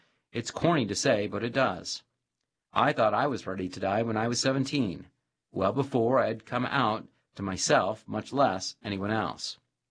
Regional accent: North Carolina, United States; born or raised there

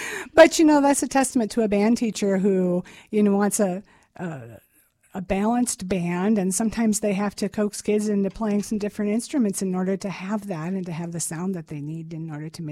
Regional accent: Nora Springs, Iowa, United States; now in Mason City, United States; I grew up in Nora Springs and local girl. So grew up here, ended up living here and working here. My husband and I have made a home here since 1990. I've lived here since 1990. So Mason City is now my new hometown.

